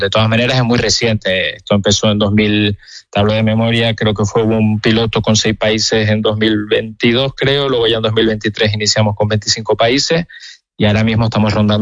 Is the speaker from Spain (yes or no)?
yes; Spain; moved away; Yo salí de España ya en 201